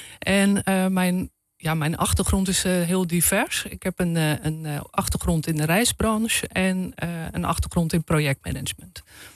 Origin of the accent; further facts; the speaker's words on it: North Holland, Netherlands; Ik ben opgegroeid in de Zaanstreek. En daar woon ik nog steeds met man en twee meiden.